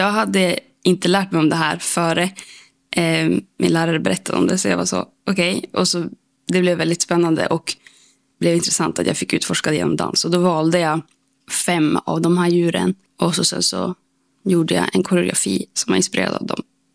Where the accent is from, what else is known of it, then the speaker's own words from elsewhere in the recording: Skellefteå, Västerbotten County, Sweden; moved away as an adult; now in Umeå, Sweden; när jag växte upp i Skellefteå så tyckte jag att det var en väldigt liten stad. Och det var väldigt mycket så här, det kändes typ stundvis väldigt instängt. Och så här, alla känner alla